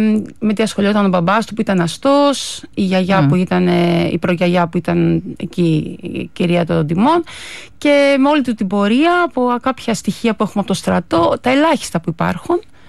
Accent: Chania, Crete, Greece; moved away; εγώ γεννήθηκα και μεγάλωσα στα Χανιά.

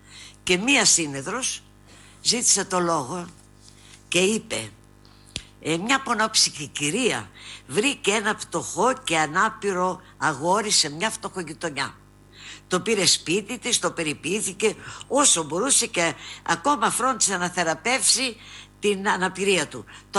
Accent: Macedonia, Greece; Είμαι Μακεδόνισσα. Ήταν το χωριό μου εκεί στη θάλασσα.

